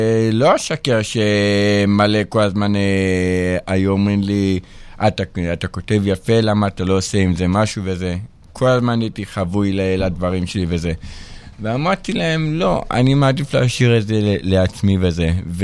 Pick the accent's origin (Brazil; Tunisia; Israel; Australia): Israel; Tel Aviv, Tel Aviv District; moved away as an adult; now in Haifa, Israel; אני במקור מתל אביב.